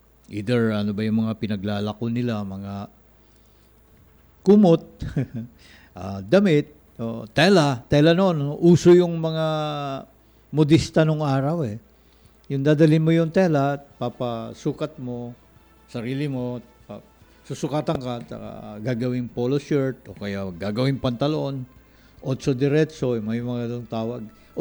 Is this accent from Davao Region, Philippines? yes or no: yes; Davao City, Davao Region, Philippines; Galing ako sa Davao